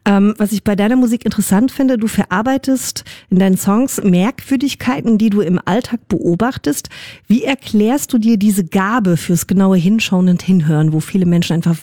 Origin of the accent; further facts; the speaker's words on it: Luxembourg; Ich bin in Luxemburg aufgewachsen und Berlin ist so viel anders.